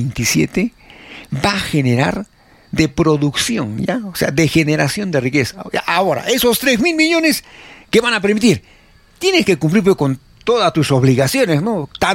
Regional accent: Peru; nosotros como peruanos

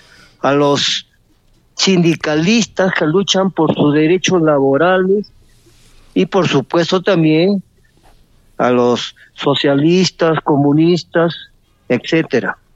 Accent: Peru; protegiendo nuestros propios intereses como pueblo peruano.

